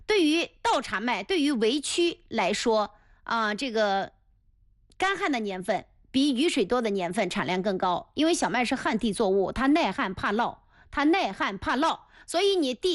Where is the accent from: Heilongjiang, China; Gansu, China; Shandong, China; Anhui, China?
Anhui, China; 是咱们安徽人自己培育的品种